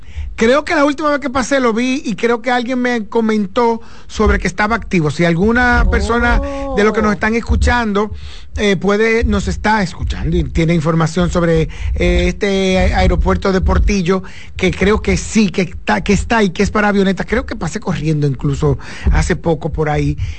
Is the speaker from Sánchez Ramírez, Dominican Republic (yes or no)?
yes; Cotuí, Sánchez Ramírez, Dominican Republic; en mi pueblo, a la Mata de Cotuí, al barrio Inepre